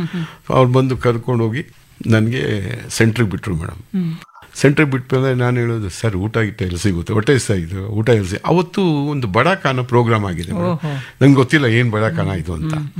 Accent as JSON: {"language": "Kannada", "town": "Bengaluru", "region": "Karnataka", "country": "India", "said": "Sir ನಾನು Bengaluru Karnataka sir."}